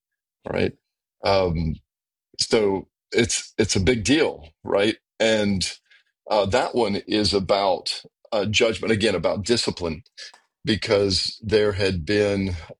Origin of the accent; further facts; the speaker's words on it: Georgia, United States; I pronounce things wrong because I'm from Georgia